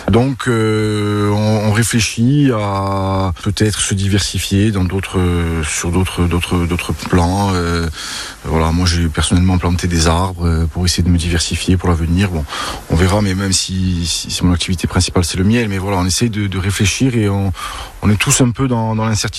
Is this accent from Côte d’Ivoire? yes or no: no; Corsica, France; nous chez nous en Corse, on travaille avec l'abeille noire de Corse